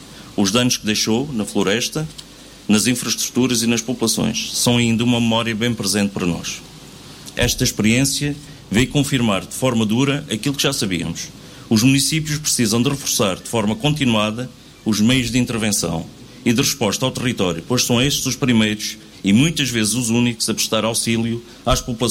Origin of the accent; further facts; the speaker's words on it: Vila Nova da Barquinha, Santarém, Portugal; é com particular satisfação que recebo na minha terra esta cerimónia